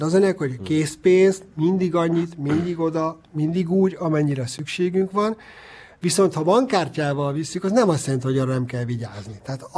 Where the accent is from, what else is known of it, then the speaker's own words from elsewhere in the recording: Hungary; mi magyarok vagyunk